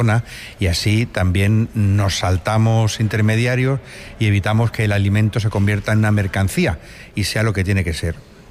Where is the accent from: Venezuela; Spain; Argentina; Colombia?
Spain; Casas del Castañar, Extremadura; Pues mi pueblo, Casas del Castañar, forma parte de la comarca del Valle del Jerte. Es conocido por por la floración de los cerezos y los propios cerezos, también por el agua, las pozas